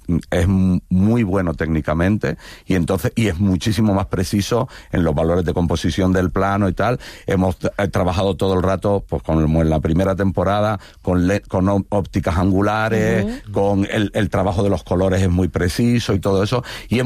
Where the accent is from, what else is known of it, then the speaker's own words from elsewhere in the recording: Canary Islands, Spain; debo ser como por canario, no sé, que somos carnavaleros y exagerados.